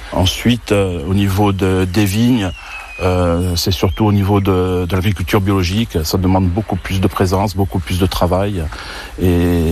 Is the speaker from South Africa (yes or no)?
no; Feliceto, Corsica, France; Donc moi je suis du village, je suis né au village.